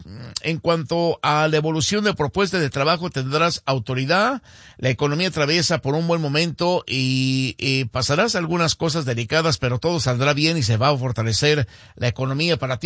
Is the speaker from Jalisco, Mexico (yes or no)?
yes; Huejúcar, Jalisco, Mexico; born there; moved away; para ir a mi pueblo